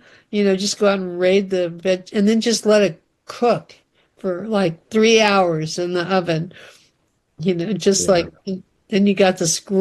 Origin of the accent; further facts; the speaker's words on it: California, United States; now in East Coast, United States; I grew up in Central California